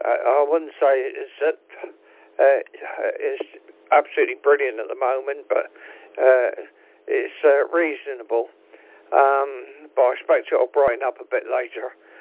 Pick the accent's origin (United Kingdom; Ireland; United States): United Kingdom; Southampton, South East England; moved away as an adult; I was brought up in Southampton.